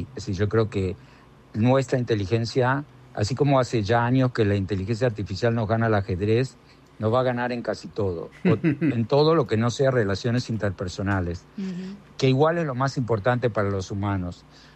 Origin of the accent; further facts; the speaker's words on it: Buenos Aires, Argentina; born there; siendo ciudadano argentino, porque yo soy ciudadano argentino, nacido en Buenos Aires